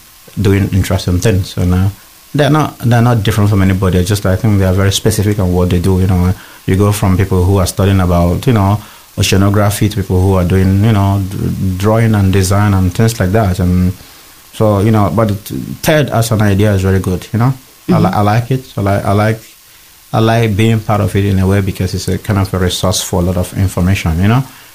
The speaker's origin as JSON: {"language": "English", "country": "Nigeria", "also_born_or_lived": "South Africa", "said": "So, but I'm still a Nigerian, and South African, so it affects a lot of things."}